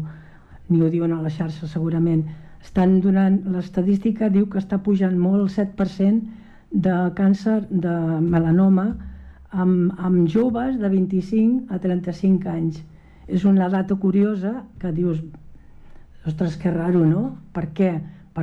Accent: Mataró, Catalonia, Spain; Jo vaig néixer a Mataró

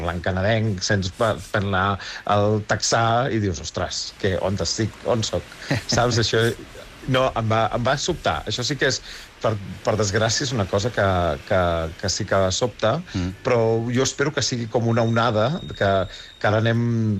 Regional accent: Barcelona, Catalonia, Spain; moved away; jo sóc de Gràcia, i haig de dir que Gràcia, això, jo ho tenia més, anava saludant els veïns, coneixies a la gent

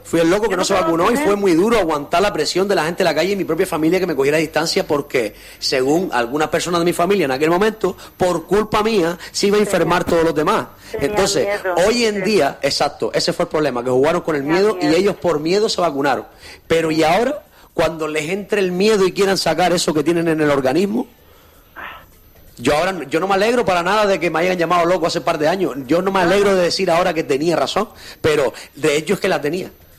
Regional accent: Canary Islands, Spain; entonces, oye, nosotros como canarios queremos soluciones, sean rojas, verdes o azules, nos dan exactamente igual.

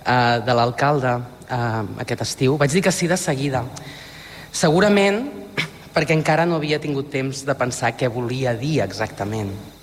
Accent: Molins de Rei, Catalonia, Spain; born there; Fa 44 anys que vaig néixer a Molins de Rei, a la clínica

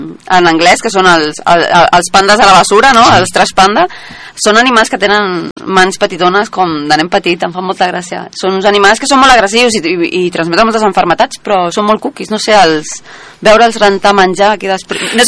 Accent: Catalonia, Spain; Soc catalana

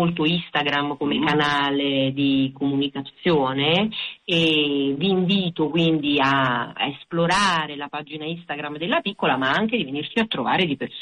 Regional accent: Pompei, Campania, Italy; also born or lived in Rome; now in Barcelona, Spain; Io sono originaria di Pompei, in provincia di Napoli.

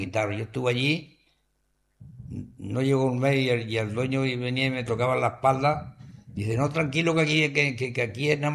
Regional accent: Cubelles, Catalonia, Spain; Yo soy de Cubella, yo cubellense.

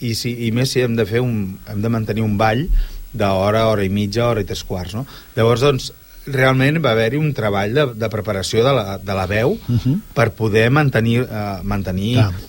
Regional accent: Olesa de Montserrat, Catalonia, Spain; born there

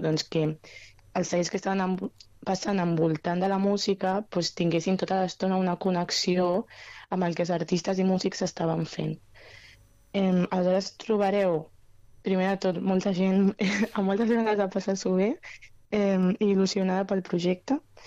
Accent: Mollet del Vallès, Catalonia, Spain; som de Mollet, hem estat creixent a Mollet

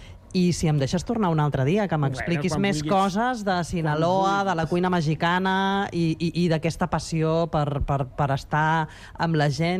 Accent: Vilanova i la Geltrú, Catalonia, Spain; el xató és de Vilanova i la Geltrú, que és el meu poble.

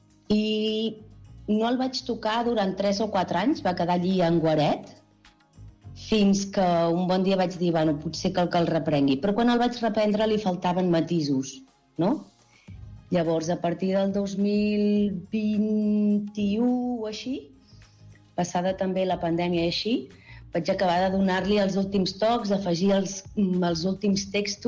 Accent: Santa Coloma de Queralt, Catalonia, Spain; also born or lived in Igualada; jo vinc de Santa Coloma de Queralt i d'Igualada, i allà no es feia servir tampoc

